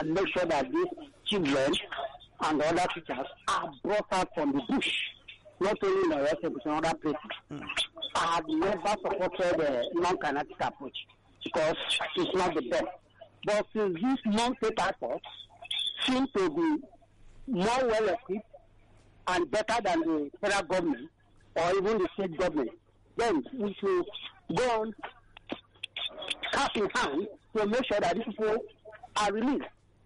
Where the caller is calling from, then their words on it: Nigeria; I'm calling from Abanja, Nikosu.